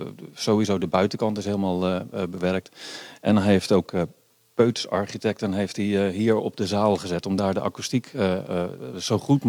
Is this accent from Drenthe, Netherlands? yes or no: yes; Drenthe, Netherlands; also born or lived in Rotterdam; now in Valthermond, Netherlands; Wij komen nu uit Rotterdam, maar ik ben opgegroeid hier 25 kilometer verder.